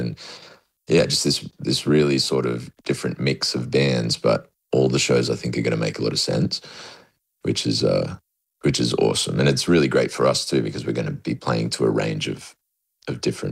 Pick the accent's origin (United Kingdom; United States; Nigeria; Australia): Australia; Tamworth, New South Wales; I grew up in Tamworth, which is like a country town of 50,000 people, doesn't really have a scene or anything like that.